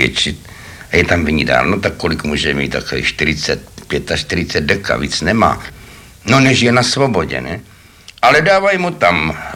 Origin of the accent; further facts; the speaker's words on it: Prague, Czechia; born there; jsem se narodil na Smíchově, no.